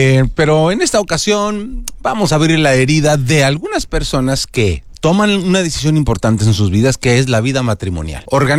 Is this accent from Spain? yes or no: no; Mexico; moved away; Voy a poner México porque soy mexicano.